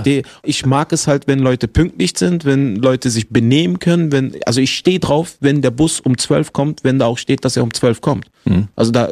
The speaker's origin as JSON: {"language": "German", "region": "Berlin", "country": "Germany", "tie": "born or raised there", "said": "Geboren, aufgewachsen in Berlin."}